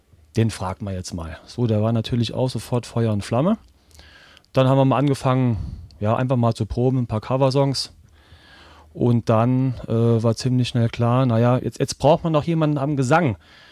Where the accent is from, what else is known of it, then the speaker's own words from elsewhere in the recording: Reutlingen, Baden-Württemberg, Germany; Also generell, wir proben in Reutlingen. Wir kommen räumlich, sagen wir, aus dem Großraum Reutlingen auch und Tübingen, ja.